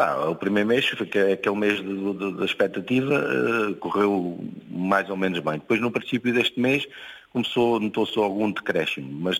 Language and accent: Portuguese; Cadaval, Lisbon, Portugal; eu sou do Conselho do Cadaval e é a zona da Pera Rocha